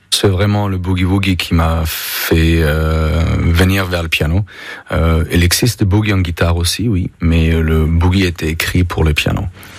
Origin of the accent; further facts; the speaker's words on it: Innsbruck, Tyrol, Austria; French is a second language; Je viens d'Autriche, Innsbruck, dans les montagnes. Je pense que j'ai toujours écouté la musique quand j'étais enfant, avec mes parents, avec ma sœur.